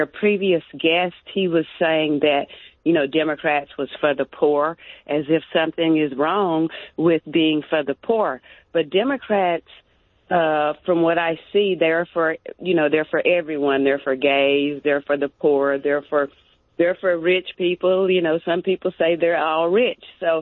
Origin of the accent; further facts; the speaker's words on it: United States; as an American, you know, we shouldn't vote just one way